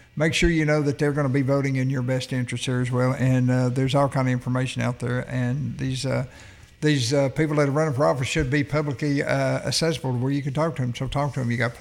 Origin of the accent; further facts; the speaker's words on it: Jasper, United States; I grew up in Jasper, or went to school in Jasper.